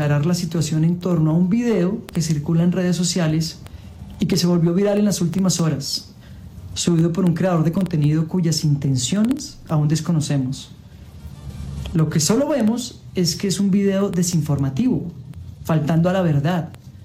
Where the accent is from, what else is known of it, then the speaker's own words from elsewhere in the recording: Colombia; soy actor colombiano.